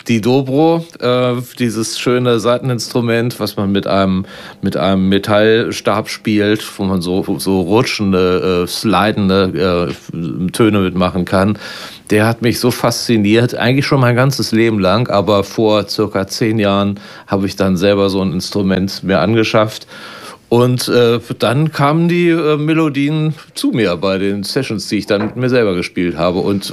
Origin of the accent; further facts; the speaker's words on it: Lower Saxony, Germany; Also ich bin ja an der Oka aufgewachsen